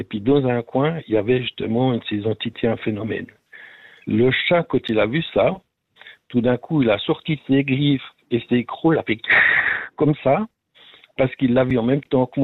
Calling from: Neuchâtel, Switzerland; moi, j'ai 62 ans et puis j'habite dans le canton de Neuchâtel.

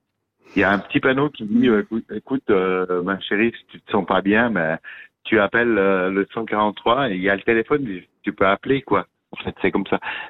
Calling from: Fribourg, Switzerland; moi je suis pas de Genève, je suis de la Broye.

